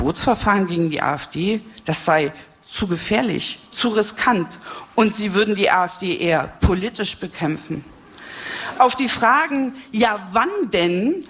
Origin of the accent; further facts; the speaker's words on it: Jena, Thuringia, Germany; Die Abwandlung dieses Brecht-Zitats steht in meiner Heimatstadt Jena an der Wand der Wirkungsstätte eines sehr lieben, aber leider verstorbenen Freundes